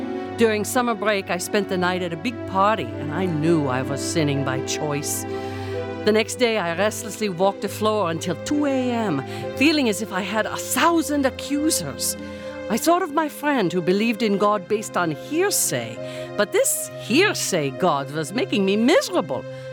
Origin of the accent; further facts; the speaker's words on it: Germany; English is a second language; moved away; I'm from Germany. I'm in university there.